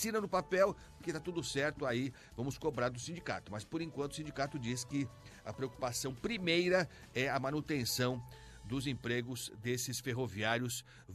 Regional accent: São Paulo, Brazil; porque quem está pagando o preço somos nós, paulistas e paulistanos

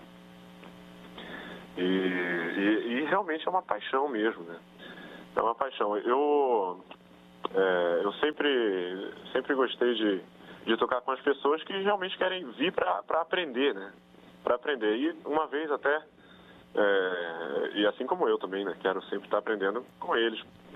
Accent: Niterói, Rio de Janeiro, Brazil; Eu nasci em Niterói, na verdade, né? Uhum. Eu sou nascido em Niterói. Nasci ali no Hospital Santa Marta, ali perto da garganta ali. Então sou dali, tava, sempre, eu passei minha adolescência ali, estudei ali um tempo, né?

